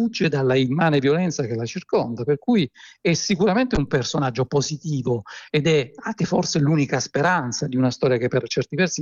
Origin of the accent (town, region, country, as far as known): Southern Italy, Italy